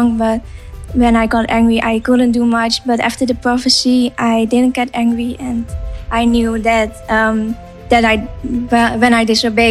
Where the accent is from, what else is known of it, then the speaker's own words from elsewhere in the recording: Netherlands; I'm from the Netherlands.